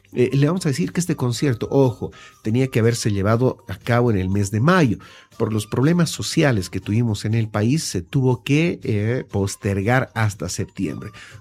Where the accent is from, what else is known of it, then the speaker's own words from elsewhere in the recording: Bolivia; lo que somos los bolivianos